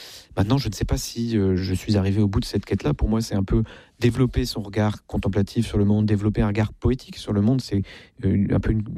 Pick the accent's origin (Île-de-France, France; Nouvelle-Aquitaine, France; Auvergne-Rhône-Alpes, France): Île-de-France, France; Versailles; born there; Je suis né à Versailles, je viens d'une famille nombreuse.